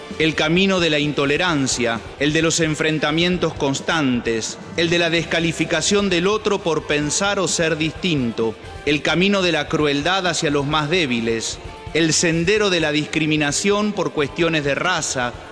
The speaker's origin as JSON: {"language": "Spanish", "country": "Argentina", "said": "Como sociedad argentina también recorremos caminos peligrosos"}